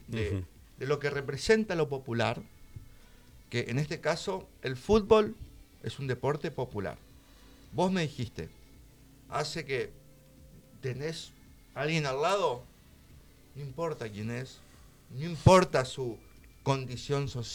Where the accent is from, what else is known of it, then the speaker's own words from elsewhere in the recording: Reconquista, Santa Fe, Argentina; un privilegiado de vivir en una ciudad